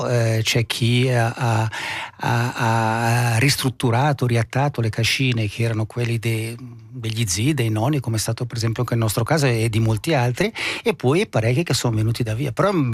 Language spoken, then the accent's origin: Italian; Chironico, Ticino, Switzerland; also born or lived in Gribbio; sono originario di Chironico, Patrizio di Gribbio, quindi Gribbio vuol dire la mia infanzia, fare il fieno dai miei zii